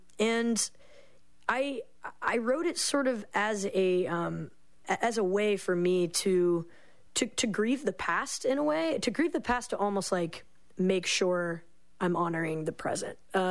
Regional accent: Georgia, United States; also born or lived in Athens, Georgia; growing up in Georgia

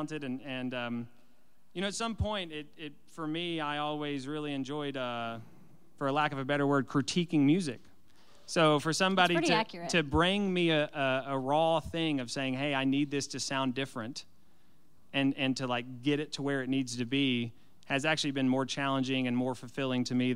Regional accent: Corryton, Tennessee, United States; I'm from Corrington, you know? And I'm saying it right. I know I am. Corrington. All right. I grew up on Rifle Range Road.

